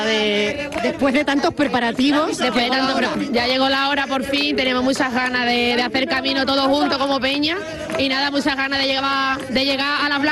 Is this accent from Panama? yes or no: no; Utrera, Andalusia, Spain; porque yo soy de Utrera, lo que pasa que mi pareja es de Jerez